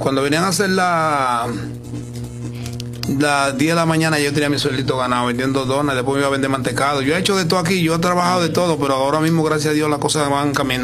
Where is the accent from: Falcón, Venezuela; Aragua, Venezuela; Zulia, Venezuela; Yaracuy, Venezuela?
Aragua, Venezuela; Cagua; now in Puerto Rico; Soy de Cagua.